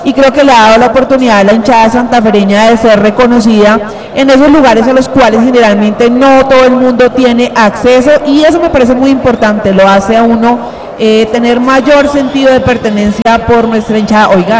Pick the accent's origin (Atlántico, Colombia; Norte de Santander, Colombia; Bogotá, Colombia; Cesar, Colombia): Bogotá, Colombia; somos tan buenos bogotanos, tan buenos rolos